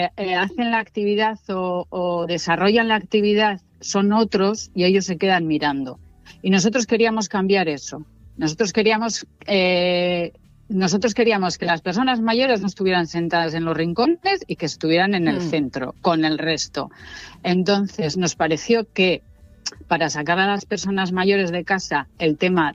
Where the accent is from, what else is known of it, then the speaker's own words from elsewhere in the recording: Piloña, Asturias, Spain; yo soy de Piloña, mi familia es de Piloña, y da la casualidad que empecé a cuidar a unos vecinos de mi abuela.